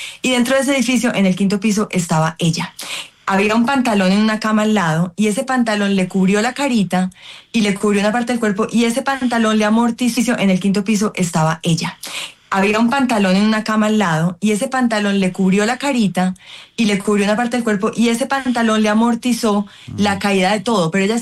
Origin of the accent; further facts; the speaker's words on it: Colombia; que como colombianos los ayudemos.